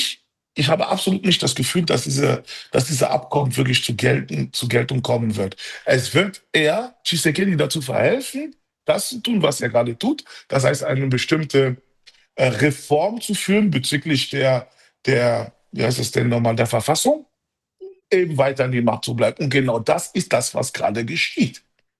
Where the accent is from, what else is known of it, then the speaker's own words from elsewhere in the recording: Germany; ich bin als Kongolese hier in Deutschland so groß geworden.